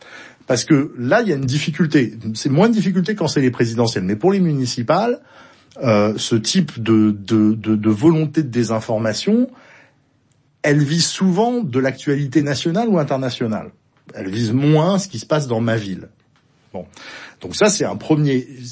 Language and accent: French; Bordeaux, Nouvelle-Aquitaine, France; moi je suis bordelais